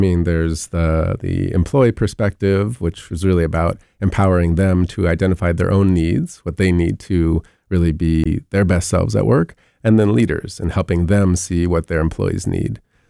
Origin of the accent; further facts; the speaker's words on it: California, United States; moved away as an adult; now in Madison, United States; I'm originally from California and moved here to Wisconsin about 10 years ago when my husband started his residency in emergency medicine at UW. And after he ended, we decided to stay here.